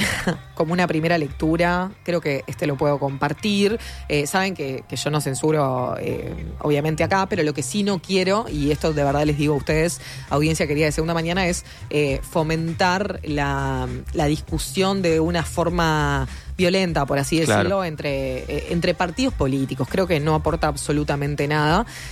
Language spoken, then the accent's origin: Spanish; Montevideo, Uruguay; En cordón norte de donde soy, se sigue usando